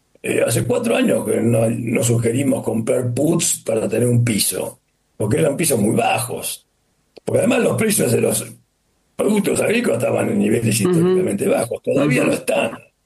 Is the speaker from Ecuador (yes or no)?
no; Australia; Spanish is a second language; yo vengo de Australia, para los australianos el niño es un drama